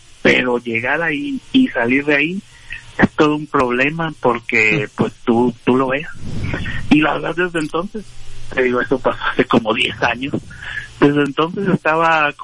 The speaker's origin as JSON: {"language": "Spanish", "town": "Manzanillo", "region": "Colima", "country": "Mexico", "said": "Yo soy de Manzanillo, Colima, estamos."}